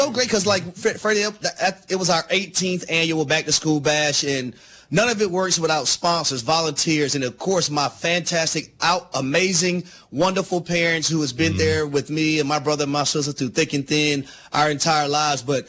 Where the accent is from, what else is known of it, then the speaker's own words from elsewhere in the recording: Jonesboro, Georgia, United States; we grew up in Jonesboro, Georgia, in Clayton County